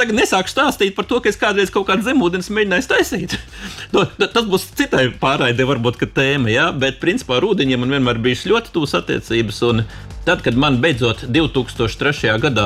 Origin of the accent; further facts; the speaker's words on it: Riga, Latvia; Esmu dzimis audzis Boldrājā, kur ir apkārt visur ūdeņi, kopš 9 gadu vecuma nodarbojas burāšanu.